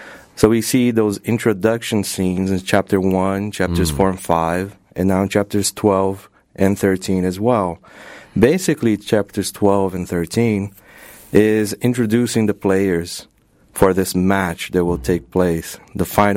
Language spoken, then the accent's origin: English; Brazil; now in United States; Yeah, I come from Brazil, and I'm currently doing a doctoral program here at Andrews University on the New Testament area and biblical studies.